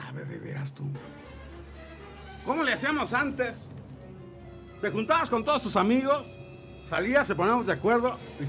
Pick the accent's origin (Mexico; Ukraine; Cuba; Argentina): Mexico; Como somos los mexicanos.